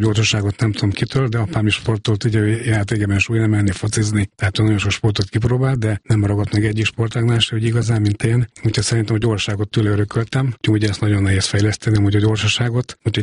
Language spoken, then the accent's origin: Hungarian; Miskolc, Borsod-Abaúj-Zemplén, Hungary; born there; Miskolcon születtem 1965-ben